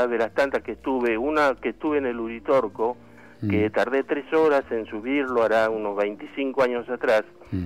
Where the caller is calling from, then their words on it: Buenos Aires, Argentina; de Villa Santa Rita.